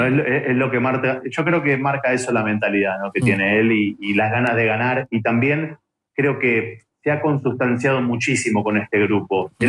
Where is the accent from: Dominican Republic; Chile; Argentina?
Argentina